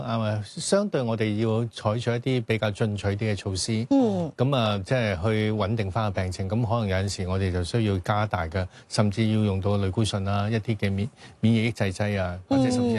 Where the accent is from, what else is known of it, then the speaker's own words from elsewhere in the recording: Hong Kong; 我哋香港人可能真係太中意。匿埋喺室內啦